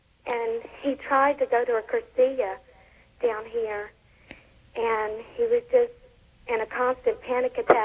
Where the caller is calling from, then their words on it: Lake Charles, Louisiana, United States; Lake Charles.